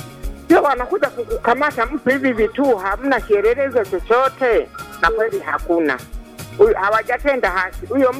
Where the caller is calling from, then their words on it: Mafinga, Iringa, Tanzania; Natokea Mafinga Ruganga